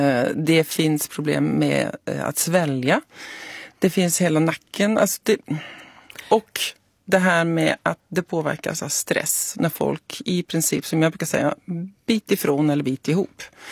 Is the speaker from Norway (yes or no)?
yes; Norway; Swedish is a second language; now in Sweden; Och jag bara, nej, det är skillnad på Norge och Sverige, för jag är norsk.